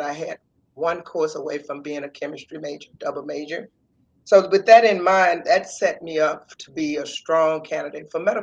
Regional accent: Mississippi Delta, United States; I mentioned earlier, I grew up in the Delta. And in the Delta, you know the health challenges that many communities have.

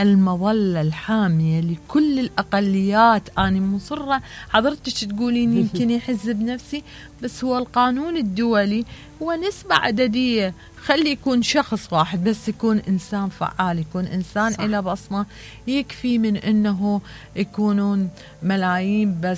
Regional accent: Iraq; أنا أحدى النساء العراقيات اللي أفتخر كوني عراقية ومندائية وأنتمي لهذا البلد العريق.

